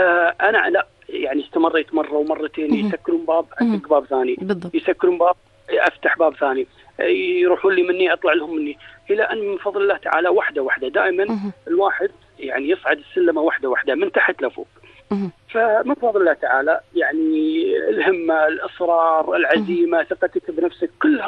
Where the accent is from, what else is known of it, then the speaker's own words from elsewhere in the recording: Kuwait; وأنا كويتي وافتخر